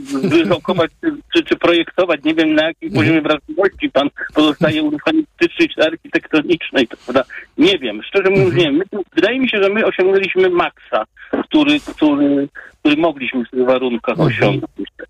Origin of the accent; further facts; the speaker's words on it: Wrocław, Lower Silesian Voivodeship, Poland; born there; Ja przedstawiłem się państwu jako osoba spod Wrocławia, ale jestem z urodzenia wrocławianinem, uciekłem z tej metropolii właśnie do mniejszego